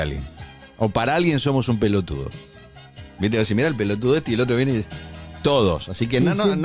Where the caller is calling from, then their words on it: General Rodríguez, Buenos Aires Province, Argentina; Buen día, Cali. … de General Rodríguez.